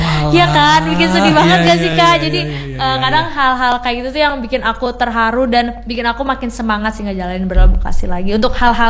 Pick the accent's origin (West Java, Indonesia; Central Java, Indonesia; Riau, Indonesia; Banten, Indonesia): Banten, Indonesia; Tangerang; ke rumah aku orang Tangerang btw